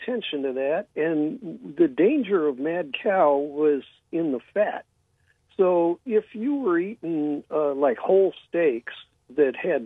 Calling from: San Francisco, California, United States; Oh, hey, Ron. Yeah, hey. I'm the guy from San Francisco.

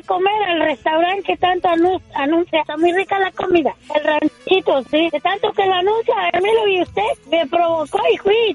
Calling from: Fort Worth, Texas, United States; Y yo vivo en Fort Worth.

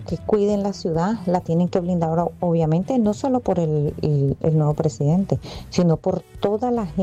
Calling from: Cali, Valle del Cauca, Colombia; soy caleña y amo mi ciudad

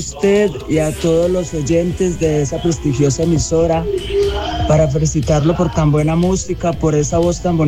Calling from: Risaralda, Colombia; del Corregimiento de Altagracia

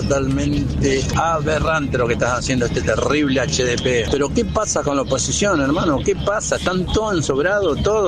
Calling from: Remedios de Escalada, Buenos Aires Province, Argentina; de Remedio Escalada, ando laburando.

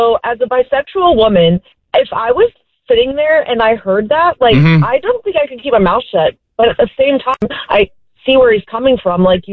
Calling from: Braselton, Georgia, United States; I'm from Braselton.

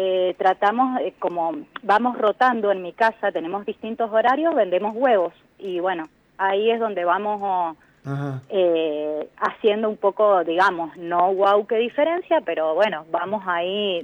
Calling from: Rodeo de la Cruz, Mendoza, Argentina; Soy de Rodeo de la Cruz.

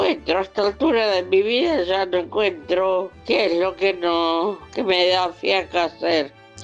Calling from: Isidro Casanova, Buenos Aires Province, Argentina; Acá te saluda … de Casanova

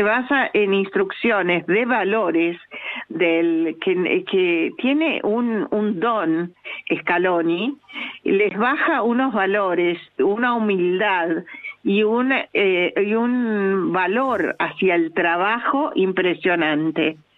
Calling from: Acasuso, Buenos Aires Province, Argentina; de Acasuso.

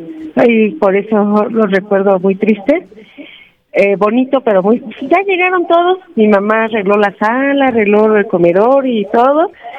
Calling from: Nicolás Romero, State of Mexico, Mexico; de aquí, de Nicolás Romero.

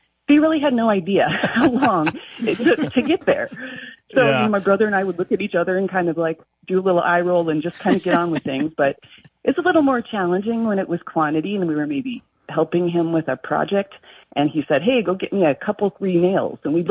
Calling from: Tucson, Arizona, United States; I am calling from Tucson, Arizona today.

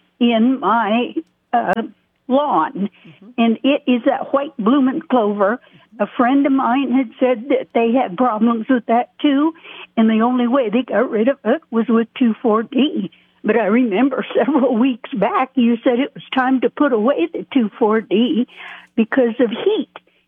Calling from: Crete, Nebraska, United States; from the Crete area.

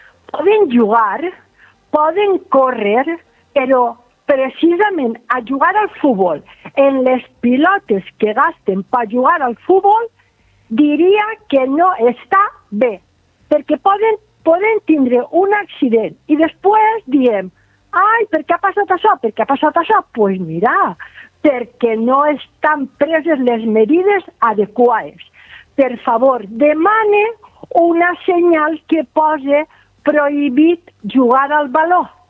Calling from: Alcoy, Valencian Community, Spain; jo sóc una veïna de Can Sánchez.

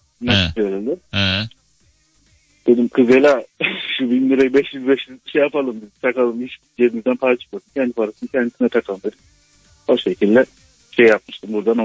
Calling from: Antalya, Turkey; Antalya'dan arıyorum ben.

